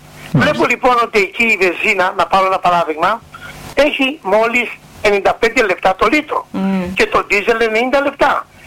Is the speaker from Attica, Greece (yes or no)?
no; Santorini, South Aegean, Greece; Και κατάγομαι και από Σαντορίνη, αλλά έχω μεγαλώσει το λιμάνι της Σαντορίνης με ξέρουν υπάρχει και τα πάντα. Το σπίτι μου είναι στο εμπορίο, στο μεγάλο χώρι.